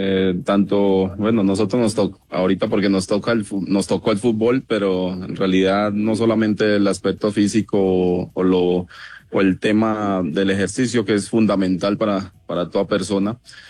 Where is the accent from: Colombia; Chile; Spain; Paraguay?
Colombia; Apartadó, Antioquia; born there; moved away; yo nací en una zona muy futbolera donde han salido grandes futbolistas en Colombia. Yo soy colombiano. Es una zona que se llama el Urabá antioqueño, apartado Antioquia. Y han salido muchísimos futbolistas, o hemos salido muchísimos futbolistas de alto nivel, y es una zona platanera, bananera, en Colombia